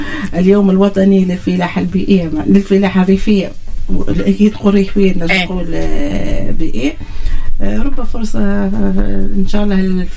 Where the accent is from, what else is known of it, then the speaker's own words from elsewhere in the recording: Mahdia, Mahdia Governorate, Tunisia; أما كيف نتبنى أنا مشروع ولا نتبنى مدينتي، ما نقعدوش في الشعارات، هذاك هو. معناها المهدية قعدت في عزلة نوعا ما